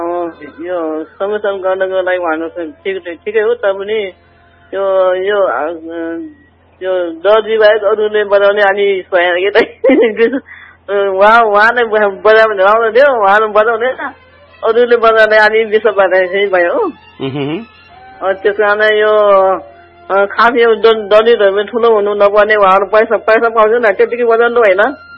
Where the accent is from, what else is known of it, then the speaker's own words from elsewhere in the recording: Myagdi, Gandaki Province, Nepal; now in Pokhara, Nepal; म्याग्दी हो।